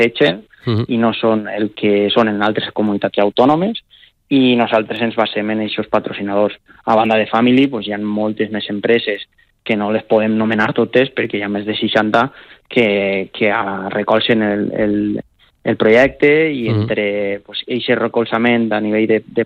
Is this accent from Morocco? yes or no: no; Alzira, Valencian Community, Spain; som els tres d'Alcira